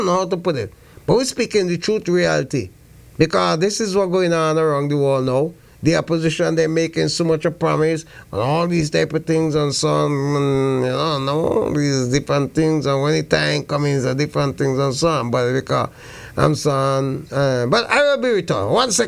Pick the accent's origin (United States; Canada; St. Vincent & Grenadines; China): St. Vincent & Grenadines; born or raised there; moved away